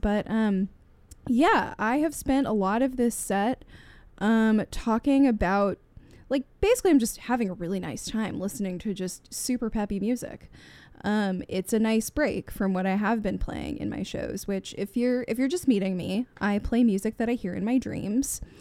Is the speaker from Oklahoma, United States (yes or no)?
yes; Tulsa, Oklahoma, United States; I'm from Tulsa, Oklahoma.